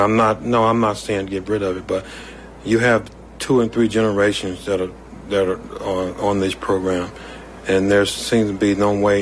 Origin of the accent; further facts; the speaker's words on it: Mississippi, United States; I was born in Mississippi in Sunflower County. We lived on property owned by whites, and this is what we did. We went to the fields.